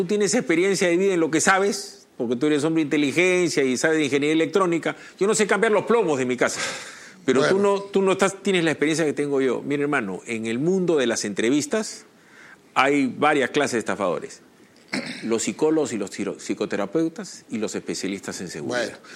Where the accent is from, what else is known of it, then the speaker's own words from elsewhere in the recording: Trujillo, La Libertad, Peru; Yo soy de Trujillo.